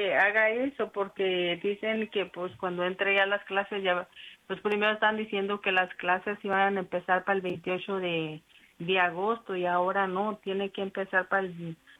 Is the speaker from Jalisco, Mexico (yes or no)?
no; Miguel Auza, Zacatecas, Mexico; porque yo soy de Miguel Auza, Zacatecas, Pedrito, y ahorita se está inundando